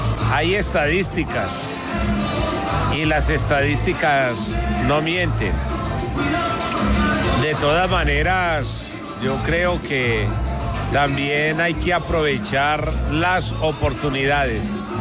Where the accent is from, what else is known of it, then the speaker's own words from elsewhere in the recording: Colombia; Nosotros como colombianos estamos muy entusiasmados